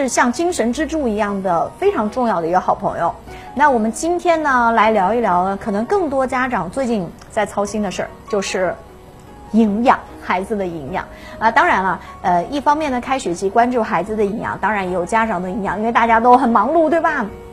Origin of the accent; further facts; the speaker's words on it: Changsha, Hunan, China; 咱们 长沙人